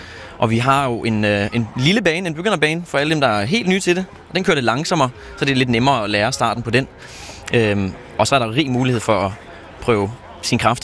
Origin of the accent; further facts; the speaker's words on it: Sweden; moved away as an adult; now in Hvide Sande, Denmark; De kaldte mig … fordi jeg voksede op i Sverige